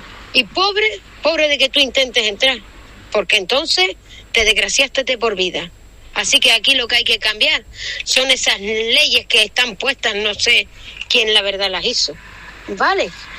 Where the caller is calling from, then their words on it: Valsequillo, Spain; Soy de Valsequillo